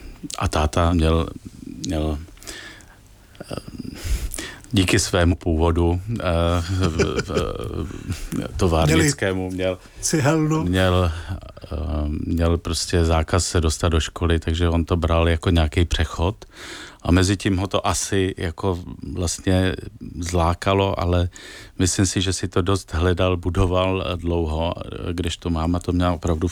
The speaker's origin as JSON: {"language": "Czech", "region": "Prague", "country": "Czechia", "tie": "born or raised there", "said": "Já jsem vyrůstal na Smíchově"}